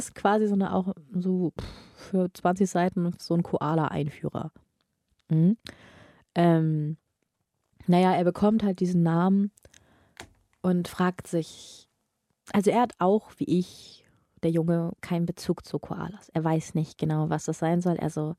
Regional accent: Oldenburg, Lower Saxony, Germany; ich komme ja aus Oldenburg

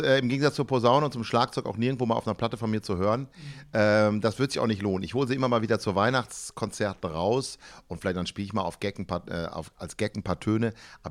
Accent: Germany; Ich bin in Deutschland groß geworden, bin Deutscher.

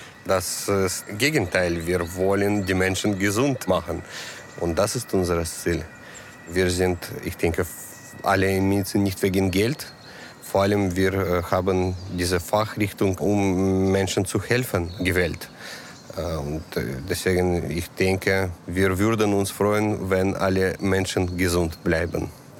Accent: Russia; German is a second language; now in Kiel, Germany; Russland.

